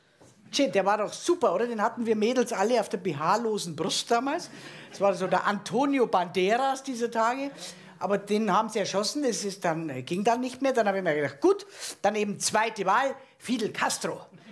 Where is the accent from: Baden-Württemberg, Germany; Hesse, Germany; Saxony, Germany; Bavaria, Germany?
Bavaria, Germany; Krailling; Also wie ich aufgewachsen bin in Kreiling bei München, nicht München, sondern Kreiling bei München, ein kleiner Vorort.